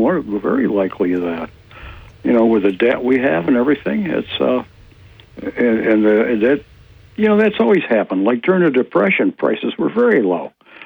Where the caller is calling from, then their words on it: Ithaca, New York, United States; of Greater Ithaca.